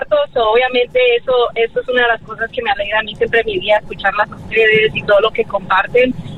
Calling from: Los Angeles, California, United States; Les hablo de aquí, de Los Ángeles, manejando para el trabajo ahorita bien temprano.

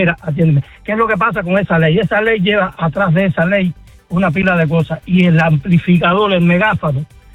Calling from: Kendall, Florida, United States; Aquí en la Florida, en la esquina de mi casa, yo vivo en Kendall.

